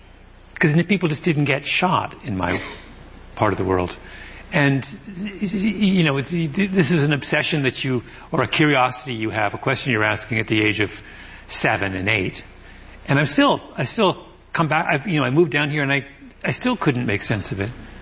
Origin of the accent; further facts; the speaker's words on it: Canada; I'm Canadian, as you know, and if you grow up in Canada observing the United States, and I was obsessed as a child with the United States